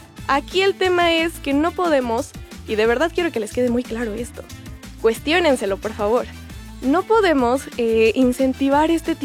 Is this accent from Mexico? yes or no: yes; Mexico; como buenas mexicanas, y no solo mexicanas, sino latinoamericanas